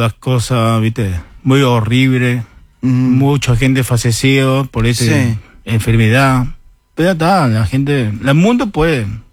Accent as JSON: {"language": "Spanish", "country": "Uruguay", "said": "¿Qué? No, uruguayo, disculpame."}